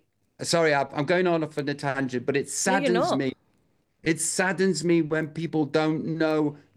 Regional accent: Stoke-on-Trent, West Midlands, United Kingdom; I am from Stoke-on-Trent. I didn't get any GCSEs.

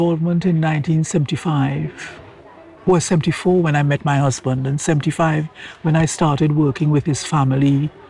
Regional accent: Trinidad & Tobago; now in England; I had done it because I'm Trinidadian

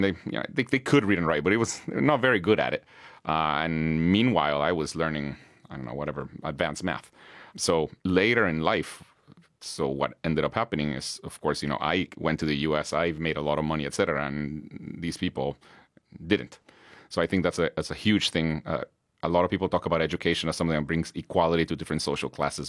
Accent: Guatemala; English is a second language; moved away as an adult; also born or lived in United States; now in United Kingdom; And my country in Guatemala

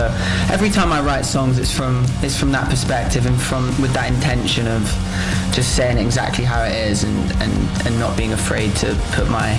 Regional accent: United Kingdom; Being a British artist

